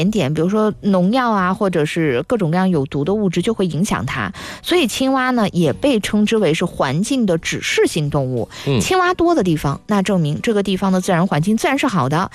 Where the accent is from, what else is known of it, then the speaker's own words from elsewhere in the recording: Northeast China, China; moved away; 因为我是在东北长大的嘛，